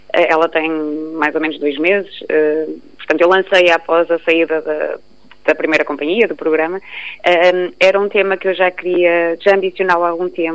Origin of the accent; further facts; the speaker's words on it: Norte, Portugal; Eu sou minhota e já há algum tempo que queria trazer aqui um bocadinho esse registro